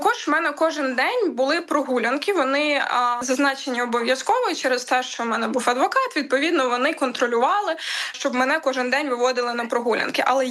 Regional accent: Crimea, Ukraine; moved away; я народилася і росла в Криму, і частина моєї родини до цих пір залишалася в Криму.

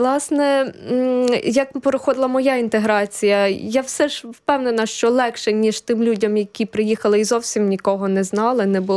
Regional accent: Ternopil Oblast, Ukraine; born or raised there; also born or lived in Kyiv

